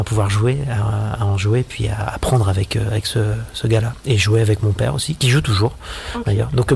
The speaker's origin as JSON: {"language": "French", "town": "Challans", "region": "Pays de la Loire", "country": "France", "said": "je joue de la Veuze, et la Veuze c'est une cornemuse du Sud-Bretagne, du Nord-Vendée, c'est la région d'où je viens. Moi, je viens de la région de Challans, dans le nord-ouest de la Vendée"}